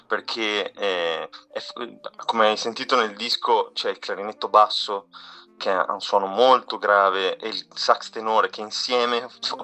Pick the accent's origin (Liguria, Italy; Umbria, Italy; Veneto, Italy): Veneto, Italy; Chioggia; accent: Chioggiotto; E poi chiaramente io vengo da Chioggia